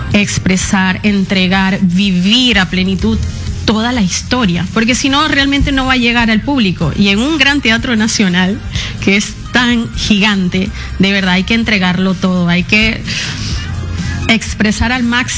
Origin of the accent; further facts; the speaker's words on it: Venezuela; now in Peru; soy venezolana.